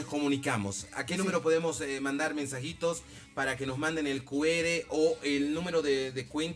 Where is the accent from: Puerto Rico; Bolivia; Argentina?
Bolivia; Los bolivianos somos solidarios.